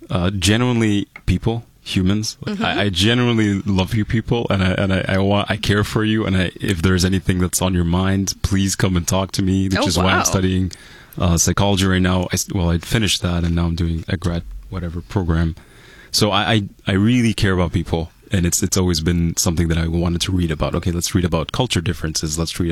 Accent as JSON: {"language": "English", "town": "Cairo", "region": "Cairo Governorate", "country": "Egypt", "moved": "yes", "lives_now": "Canada", "said": "I am from Egypt. Cairo, Egypt. I've been in Canada since 2010."}